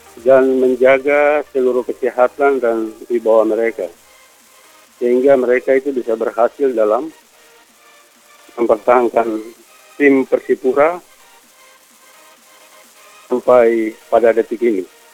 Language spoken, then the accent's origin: Indonesian; Jakarta, Indonesia; born there; saya kelahiran Jakarta.